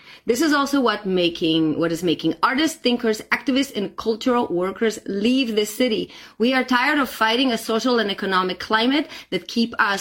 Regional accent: Palestine; now in Berlin, Germany; I am a Jew from Palestine, and my decades of political work on preserving equal rights for everyone from the river to the sea is what informed my work and is embedded in my artistic work.

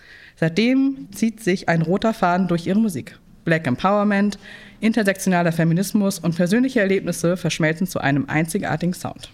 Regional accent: Bremen, Germany; ich bin eine schwarze Frau, ich bin 37 Jahre alt und ebenfalls Teil der AG Antidiskriminierung. Ich bin auch in Bremen aufgewachsen und moderiere heute zum ersten Mal.

